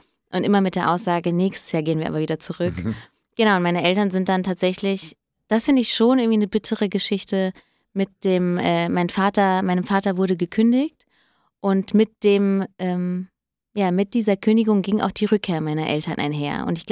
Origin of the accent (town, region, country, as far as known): Hesse, Germany; born or raised there